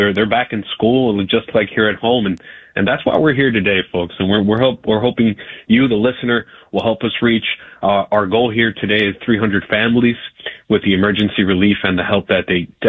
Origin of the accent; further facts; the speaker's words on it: Colombia; moved away; Pineda, my hometown in Colombia.